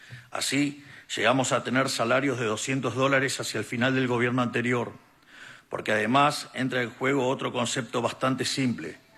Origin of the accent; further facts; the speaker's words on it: Argentina; Desde Argentina